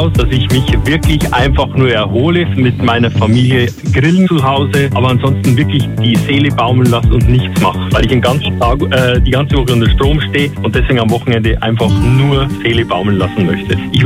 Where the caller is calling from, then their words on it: Großkötz, Bavaria, Germany; ich komme aus Großkötz. Es ist beim Legoland in Günzburg.